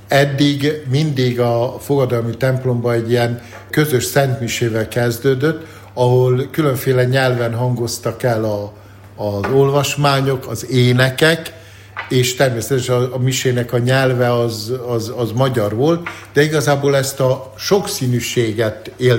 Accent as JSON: {"language": "Hungarian", "town": "Drávasztára", "region": "Baranya", "country": "Hungary", "tie": "born or raised there", "also_born_or_lived": "Sellye", "said": "Hát én Sejjén születtem, ez Dráva parti kisváros, de Drávasztárán nevelkedtem."}